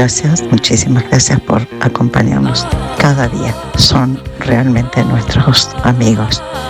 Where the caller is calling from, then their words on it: Chivilcoy, Buenos Aires Province, Argentina; de Chivilcoy.